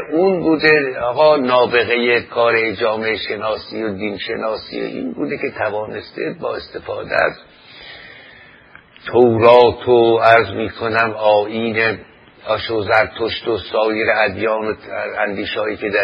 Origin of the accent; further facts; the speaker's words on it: Iran; بنانیم ایرانی هستیم،